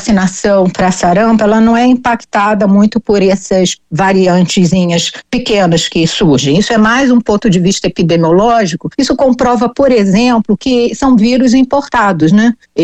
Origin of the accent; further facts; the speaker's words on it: Rio de Janeiro, Brazil; Eu, por exemplo, sou do Rio, não temos essa orientação.